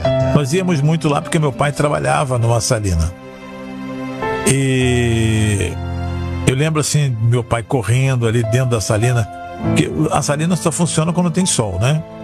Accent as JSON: {"language": "Portuguese", "town": "São Pedro da Aldeia", "region": "Rio de Janeiro", "country": "Brazil", "tie": "born or raised there", "said": "eu nasci em São Pedro da Aldeia, região dos Lagos, no estado do Rio. Uma região muito bonita, pitoresca, região turística."}